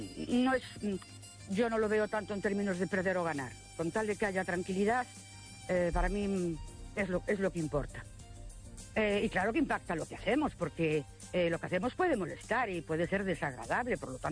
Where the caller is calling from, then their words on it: Ourense, Galicia, Spain; de Ourense.